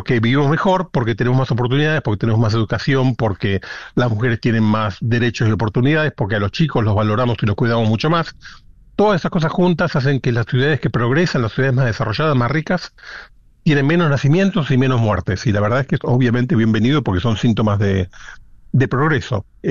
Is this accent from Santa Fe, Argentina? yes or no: yes; Rosario, Santa Fe, Argentina; born there; Cuando yo nací en Rosario hace 60 y pico de años